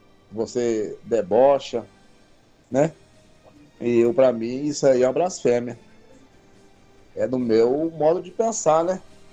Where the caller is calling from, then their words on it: Monsenhor Paulo, Minas Gerais, Brazil; Eu sou aqui de Monsenhor Paulo, no sul de Minas Gerais.